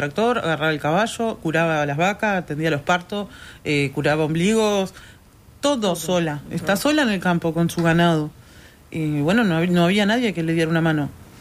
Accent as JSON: {"language": "Spanish", "region": "Montevideo", "country": "Uruguay", "tie": "born or raised there", "also_born_or_lived": "El Pinar", "moved": "yes", "lives_now": "Canelones, Uruguay", "said": "yo nací en Montevideo."}